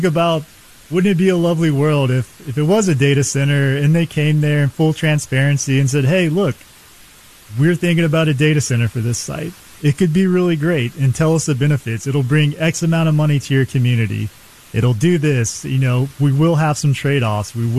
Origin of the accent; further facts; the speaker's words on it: United States; I grew up in Fayette County